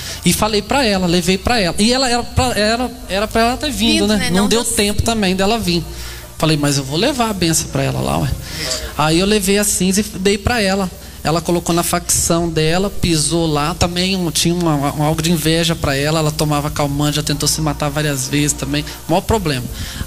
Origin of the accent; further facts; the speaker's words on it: Apucarana, Paraná, Brazil; encontrei uma senhora, que eu sou de lá de Apucaranga, e ela de lá.